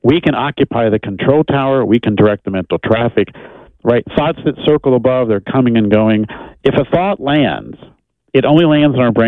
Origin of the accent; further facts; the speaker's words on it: Phoenix, Arizona, United States; I'm from Phoenix, Arizona.